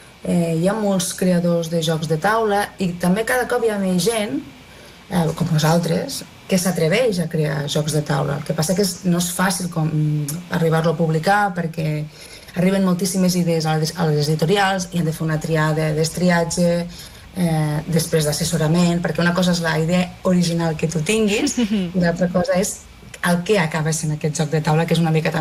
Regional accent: Maials, Catalonia, Spain; born there; jo soc nascuda a Maials, un poble del Segrià, que no arriba als 1.000 habitants

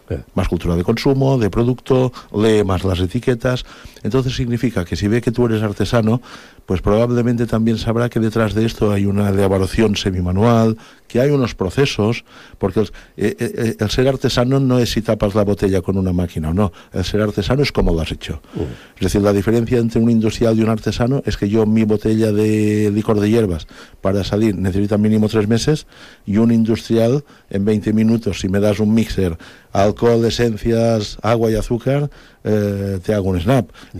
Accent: Ibiza, Balearic Islands, Spain; Bueno, de pequeño, aquí en Ibicenco, lo que hemos dicho siempre, un poco cool román.

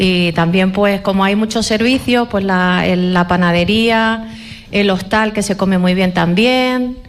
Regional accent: Canary Islands, Spain; Buenos días … nosotros venimos de Tenerife y todos los veranos venimos a veranear a Vecinos.

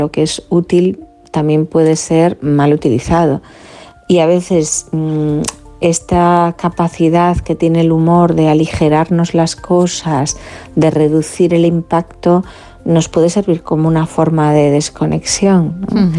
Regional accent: Galicia, Spain

